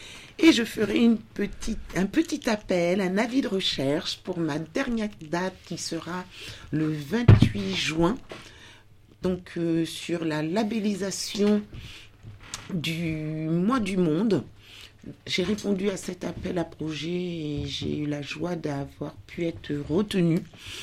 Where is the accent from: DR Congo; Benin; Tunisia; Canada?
Benin; now in France; je pars au Bénin à Cotonou, je vais me ressourcer dans mon pays d'origine, chose que je n'avais pas encore eu l'occasion de faire.